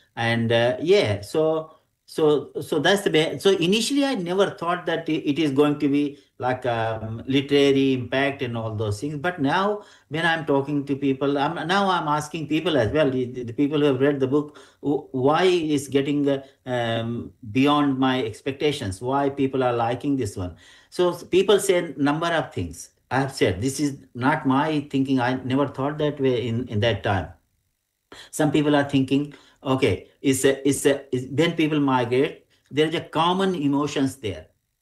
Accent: India; now in Adelaide, Australia; when we come from especially from India

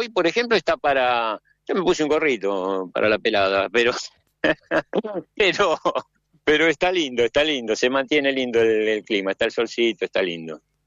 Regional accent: Argentina; moved away; Yo acá tenemos un grupito de argentinos de los viejos, de los años que vine yo vine en el 85, sí.

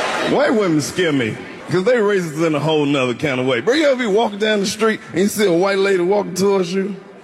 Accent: Mississippi, United States; Because I'm from Mississippi.

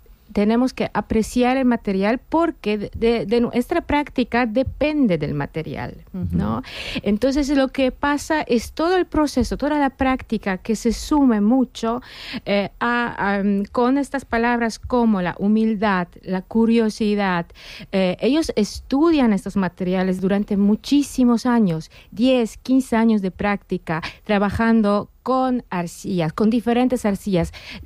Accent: Kraków, Lesser Poland, Poland; Spanish is a second language; now in Madrid, Spain; yo vengo de Madrid, pero yo soy de Cracovia, entonces del sur de Polonia

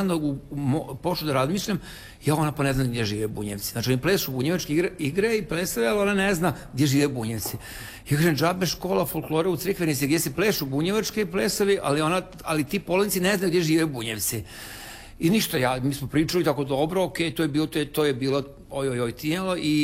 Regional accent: Tavankut, Vojvodina, Serbia; Ja sam iz Vojvodine, selo Tavanku kod Subotice

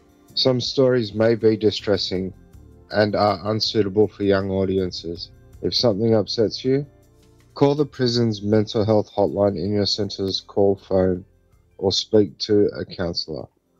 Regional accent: Sydney, New South Wales, Australia; I was born in Sydney, Australia. Yeah, the inner west of Sydney is where I'm born and raised and have a lot of strong connections with th

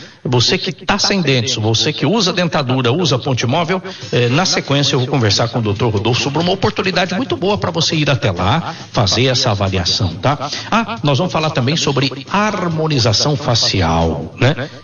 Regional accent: Minas Gerais, Brazil; Nós somos mineiros, né, doutor? Gostamos de uma barriguinha de porco.

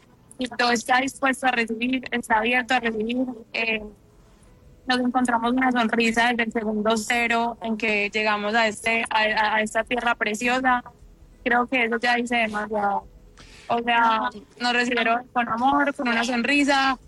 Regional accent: Colombia; Nosotros somos colombianos y estamos empeñados a romper barreras y obstáculos.

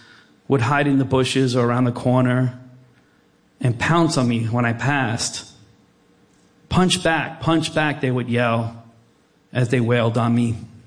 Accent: Plainfield, New Jersey, United States; born there; I was born in 1974 in Plainfield, New Jersey. The fourth son of Afro-Latino immigrants from the Dominican Republic.

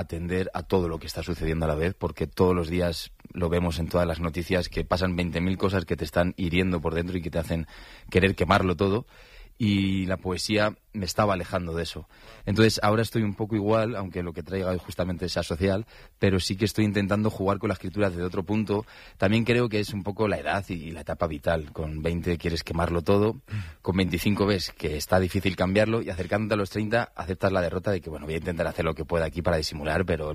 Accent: Leganés, Community of Madrid, Spain; Yo me gusta decir que soy de Leganés allá por donde voy.

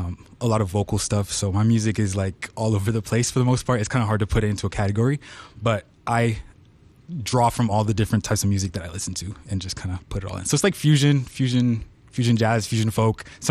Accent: Jamaica; also born or lived in Alaska; now in Chattanooga, United States; I'm not from Chattanooga. I'm kind of from all over the place. I came here for college and I ended up staying because of the music scene and all that. But I'm originally from Jamaica.

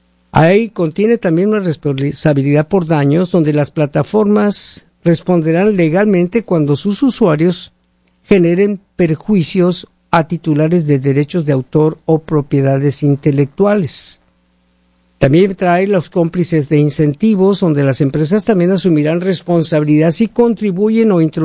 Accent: Mexico; moved away; Obvio que soy mexicano y respeto a la presidenta de México, Claudia Sheinbaum

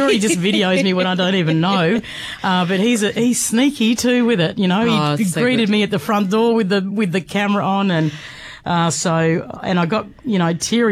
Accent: Bega, New South Wales, Australia; I don't really want to move back to Bega because, you know, it was my hometown. It's where I grew up.

